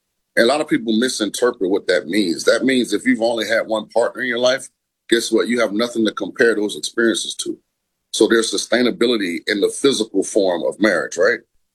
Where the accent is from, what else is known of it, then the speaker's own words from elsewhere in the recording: Florida, United States; now in Las Vegas, United States; Like, I'm from Florida. I live in Vegas. I still have a Florida driver's license. I registered in Florida.